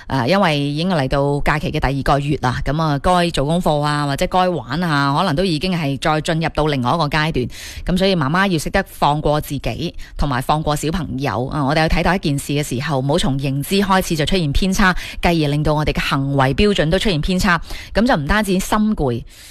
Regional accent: Guangdong, China

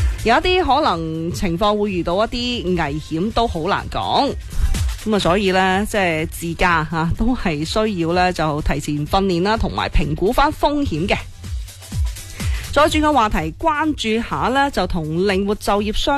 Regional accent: Guangdong, China; 对于我哋广东人嚟讲，喺雪路即系雪地上边开车咧就有啲难度咯。

